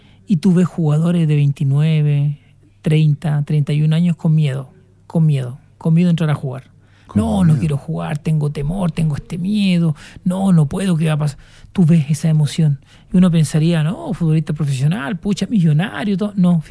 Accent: Iquique, Tarapacá, Chile; yo siendo iquiqueño

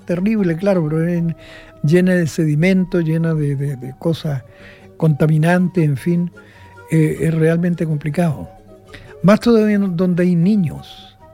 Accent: Atacama, Chile; moved away; also born or lived in Illapel, Coquimbo / Salamanca, Coquimbo; Yo vengo de la tercera región, vengo de la región de Atacama y dentro de la cuarta región también tengo mucha familia, que era la familia por parte de mi madre. Yo vivía en Yapel, vivía en Salamanca, vivía en Limagüida

